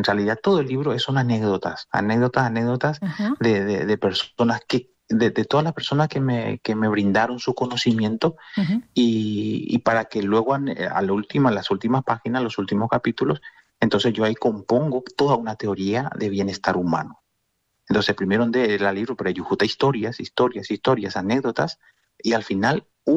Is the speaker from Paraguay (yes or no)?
yes; Paraguay; yo comento que soy de Paraguay